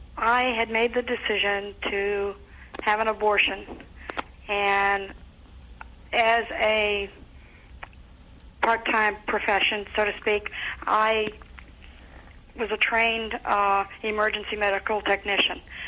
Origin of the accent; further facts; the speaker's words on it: Virginia, United States; I'm from Virginia.